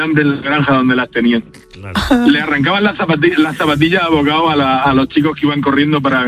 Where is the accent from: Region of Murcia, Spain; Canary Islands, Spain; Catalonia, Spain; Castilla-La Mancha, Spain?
Region of Murcia, Spain; Las Torres de Cotillas; Pues yo soy un pueblo de Murcia, se llama Las Torres de Cotillas, un poco singular.